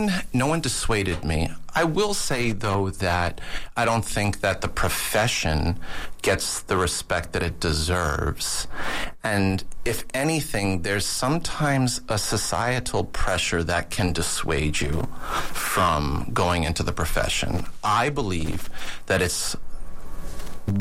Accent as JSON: {"language": "English", "town": "New York City", "region": "New York", "country": "United States", "tie": "born or raised there", "said": "I grew up in Jamaica, Queens."}